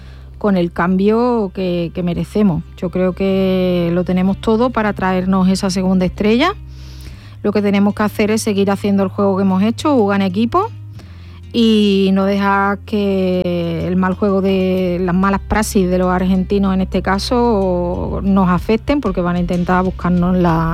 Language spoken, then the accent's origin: Spanish; Santa Ana la Real, Andalusia, Spain; Santa Ana la Real, en la provincia de Huelva, está entre Alájar y Almonaster.